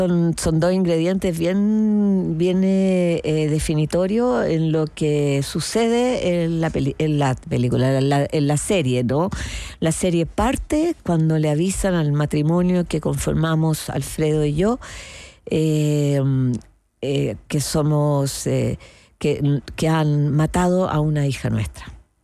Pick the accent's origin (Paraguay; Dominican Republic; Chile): Chile; La mayoría somos chilenos.